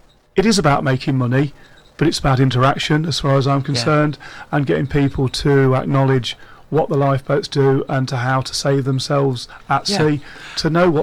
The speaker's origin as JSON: {"language": "English", "region": "East Midlands", "country": "United Kingdom", "said": "It's also, I came from Leicestershire, and it's the amount of volunteers who don't even live on the coast."}